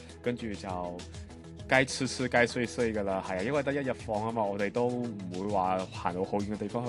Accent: Macau; 我是嚟自中国澳门的

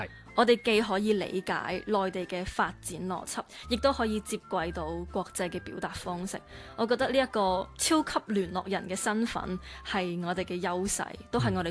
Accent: Macau; moved away; 我同麥思玉一樣都是土生土長的澳門人，跟住出去打拼搏，

